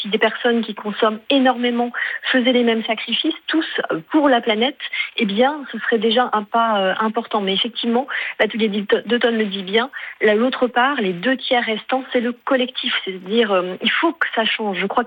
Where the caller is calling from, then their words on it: Bordeaux, Nouvelle-Aquitaine, France; Moi, je suis de Bordeaux, donc j'ai vécu en direct le premier incendie de 2022